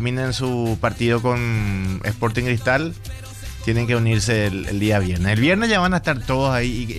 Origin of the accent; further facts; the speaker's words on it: Paraguay; Yo soy paraguayo, paraguayite.